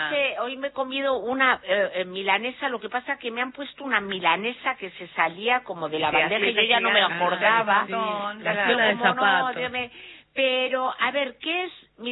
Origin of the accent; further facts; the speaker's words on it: Spain; Es como, sí, soy española, pero...